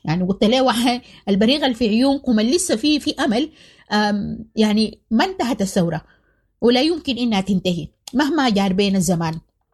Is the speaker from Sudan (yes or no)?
yes; Sudan; وكنت أنا يعني سودانية ناشطة ومعروفة بمواقفي الواضحة ضد سياسة الاتحاد الأوروبي.